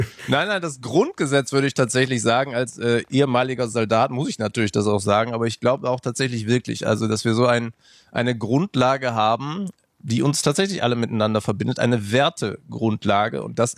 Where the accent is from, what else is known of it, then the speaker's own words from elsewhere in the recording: Germany; mein Vater war Kapverder, meine Mutter Deutsche und ich bin mit überhaupt keiner nationalen deutschen Identität aufgewachsen, also ich hätte niemals von mir gesagt als Jugendlicher, ich bin Deutscher.